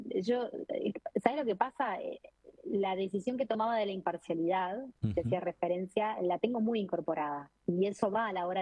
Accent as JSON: {"language": "Spanish", "region": "Montevideo", "country": "Uruguay", "said": "Yo soy de Montevideo."}